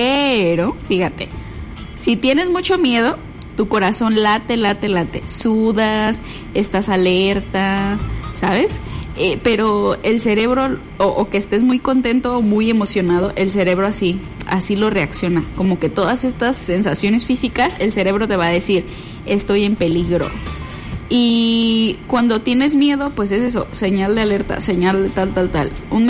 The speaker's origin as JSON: {"language": "Spanish", "country": "Mexico", "said": "así somos los mexicanos"}